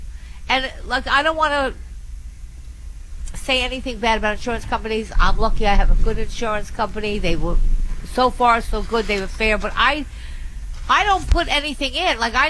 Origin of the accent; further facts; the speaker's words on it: Long Island, New York, United States; I'm from Long Island. The taxes are astronomical.